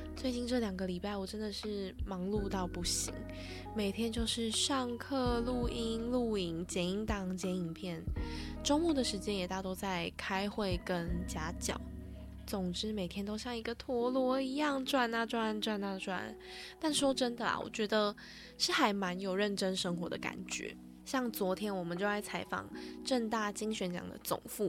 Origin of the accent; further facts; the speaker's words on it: Kinmen County, Taiwan; 大家都知道我来自金门，这个小岛